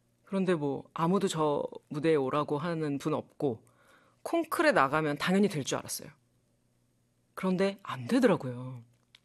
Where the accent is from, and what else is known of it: South Korea; moved away as an adult; also born or lived in Italy